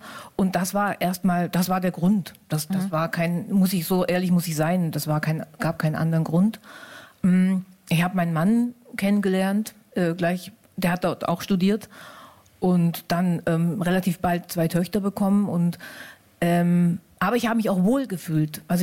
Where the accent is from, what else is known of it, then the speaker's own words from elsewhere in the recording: West Germany, Germany; nicht nur für mich als Westdeutsche